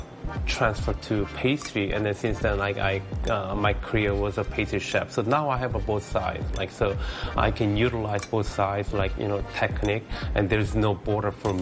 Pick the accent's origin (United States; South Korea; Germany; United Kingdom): South Korea; English is a second language; You know, I'm from Korea, so we're not really familiar with the fine dining.